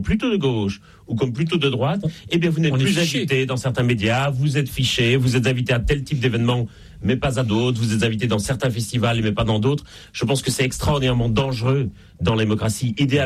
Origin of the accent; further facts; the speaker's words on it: Belgium; now in Paris, France; ça s'entend un peu d'ailleurs à mon accent. Je suis en Belgique et je ne suis pas né en France, même si j'habite depuis 20 ans.